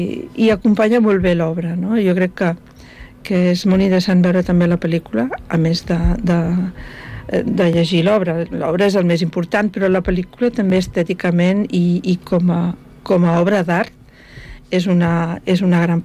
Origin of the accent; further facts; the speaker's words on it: Catalonia, Spain; now in Venice, Italy; I vaig dir, no, no, soc catalana, no sé què.